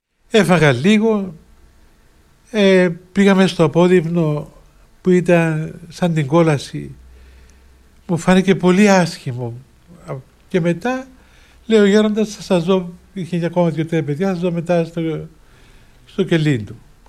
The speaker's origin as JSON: {"language": "Greek", "town": "Limassol", "region": "Limassol District", "country": "Cyprus", "said": "Λέει εσύ ποιος είσαι, λέω … Είμαι από τη Λεμεσό, είμαι διάκονος."}